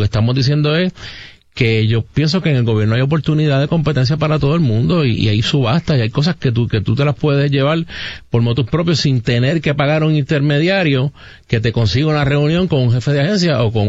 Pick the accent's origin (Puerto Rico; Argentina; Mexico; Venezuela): Puerto Rico